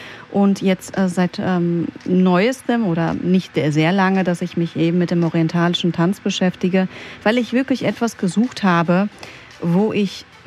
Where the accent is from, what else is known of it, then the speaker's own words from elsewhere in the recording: Greece; also ich komme ja aus Griechenland und da ist ja auch verstärkt die Musikrichtung dann auch sehr dominant.